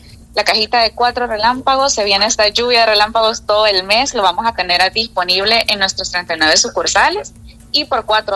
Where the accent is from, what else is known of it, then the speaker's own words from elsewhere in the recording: El Salvador; Vamos a tener 2 pasteles con sabores bien tradicionales de cosas que nos representan como salvadoreños.